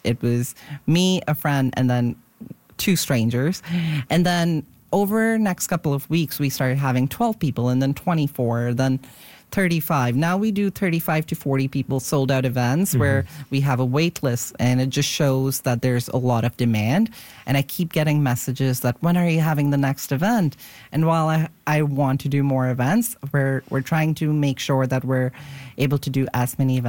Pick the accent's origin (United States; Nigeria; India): India; moved away as an adult; now in Vancouver, Canada